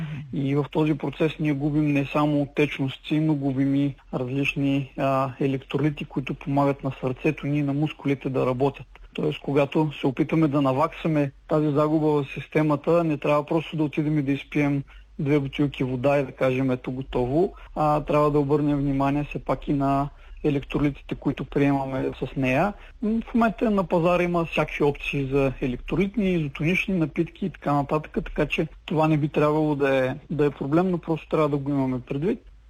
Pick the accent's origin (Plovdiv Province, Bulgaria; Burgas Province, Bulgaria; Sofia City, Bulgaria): Plovdiv Province, Bulgaria; Plovdiv; Това съм от Пловдив, така че при нас вече горещо време започна, предполагам и при вас също.